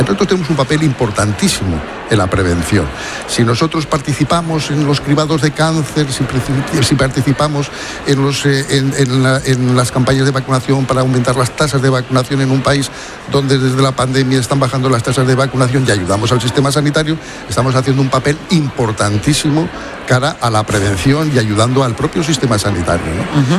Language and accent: Spanish; Spain; nosotros, tú, yo, que somos de la España vaciada